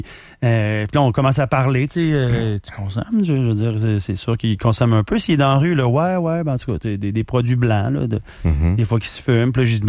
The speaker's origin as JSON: {"language": "French", "region": "Quebec", "country": "Canada", "said": "moi, je suis Canadien, je suis Québécois, là."}